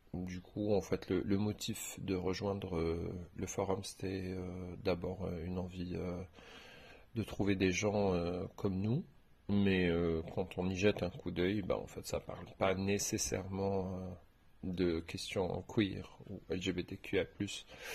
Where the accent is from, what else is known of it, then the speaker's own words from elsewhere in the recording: Algeria; j'ai 40 ans et je vis en Algérie. Je m'identifie comme homosexuel ou gay. J'ai vécu toute ma vie ici.